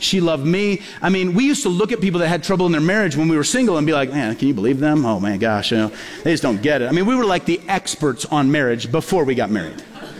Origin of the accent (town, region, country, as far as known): Peoria, Illinois, United States; born or raised there